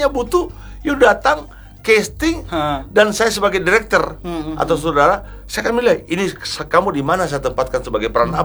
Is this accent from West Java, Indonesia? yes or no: no; Southeast Sulawesi, Indonesia